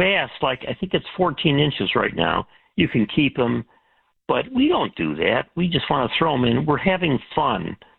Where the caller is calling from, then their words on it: Michigan, United States; Listen, we're in Michigan, not too far from Canada.